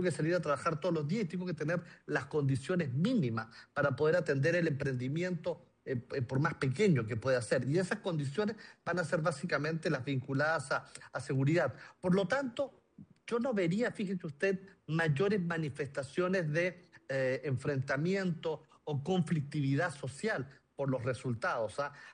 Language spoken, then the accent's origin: Spanish; Chile; moved away as an adult; now in Peru; yo llevo en Perú casi más de 25 años, soy chileno